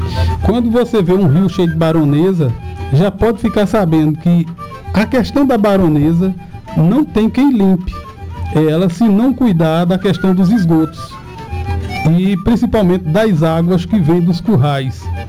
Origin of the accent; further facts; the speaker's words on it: Brazil; somos brasileiros